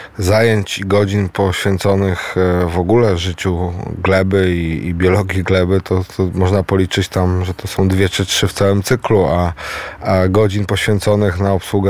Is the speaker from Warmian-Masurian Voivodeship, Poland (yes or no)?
yes; Warmian-Masurian Voivodeship, Poland